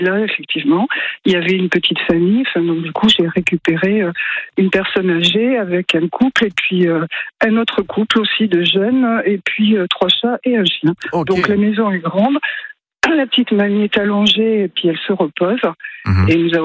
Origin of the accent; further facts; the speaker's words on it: Nouvelle-Aquitaine, France; nous on est du Lot-et-Garonne, mais on a une maison secondaire